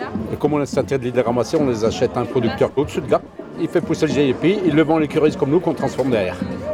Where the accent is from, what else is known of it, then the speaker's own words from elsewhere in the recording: Saint-Anthème, Auvergne-Rhône-Alpes, France; je suis de Saint-Anthème dans Puy-de-Dôme.